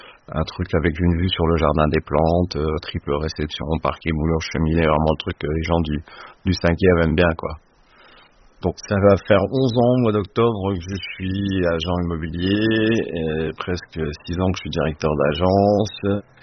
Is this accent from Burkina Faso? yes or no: no; Grand Est, France; Alors moi, je viens de Moselle, en Lorraine, à une vingtaine de bornes de Metz, d'un milieu plutôt modeste.